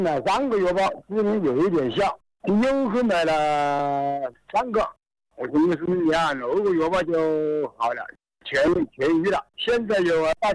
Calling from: Yantai, Shandong, China; 我是山河南，烟台市山河南镇的

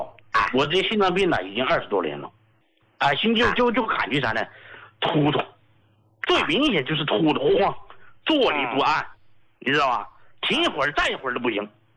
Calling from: Chongqing, China; accent: Sichuanese; 我是重庆的听众啊。

